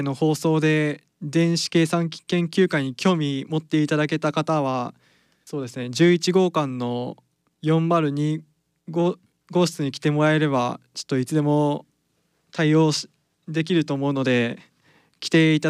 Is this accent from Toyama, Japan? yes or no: yes; Toyama, Japan; 僕富山から来ました。